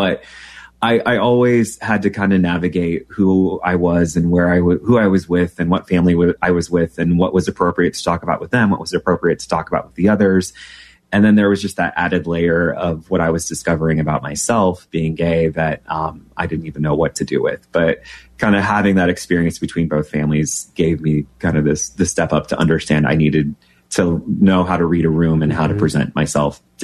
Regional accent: Peoria, Illinois, United States; Yeah, I grew up in Peoria, Illinois. So small town, Illinois, loved it.

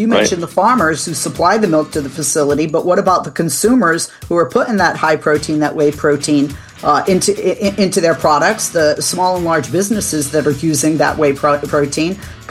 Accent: Boston, Massachusetts, United States; But I got to tell you, and I'm from Boston, you guys beat us in winters and resilience and stuff like that.

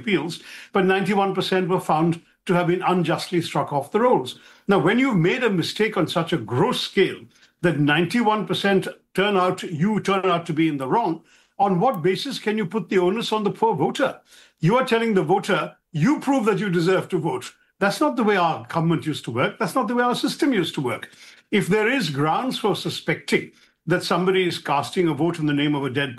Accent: India; I, too, as an Indian

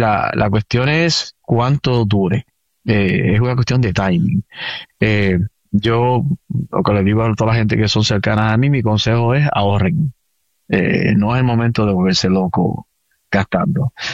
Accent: Puerto Rico; Y sabemos que nosotros somos, los boricuas somos locos gastando.

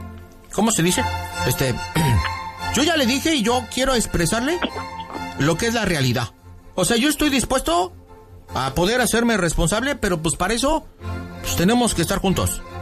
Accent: Xochimilco, Mexico City, Mexico; porque así nací yo, pues yo soy del barrio, acá del Xochimilco.

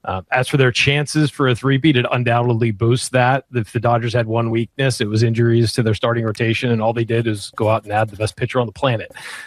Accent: San Diego, California, United States; my hometown Padres

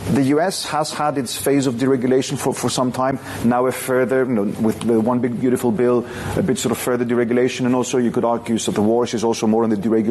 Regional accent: Greece; moved away; my home country, Greece

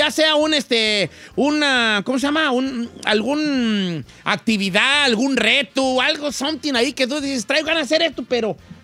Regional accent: Zacatecas, Mexico; Voy a mi tierra, Zacatecas, y mi plan es en Zacatecas tatuar mi medio brazo.

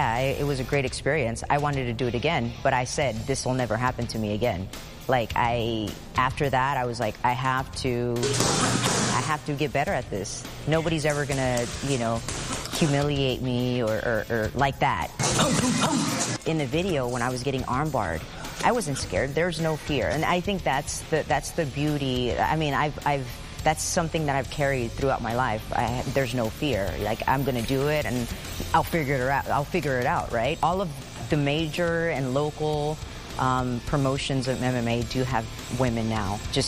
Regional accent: Houston, Texas, United States; I grew up here in Houston, Texas. I was the only girl. Grew up the youngest of two, with two older brothers

